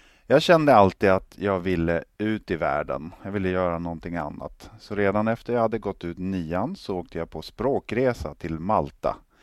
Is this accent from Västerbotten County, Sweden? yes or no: yes; Tväråträsk, Västerbotten County, Sweden; där min trygghet fanns. När jag skulle börja gymnasiet så gör man det, och gjorde man det på den tiden primärt i Lycksele, som låg då väldigt många mil bort ifrån min uppväxtort och min by som heter Tväråträsk.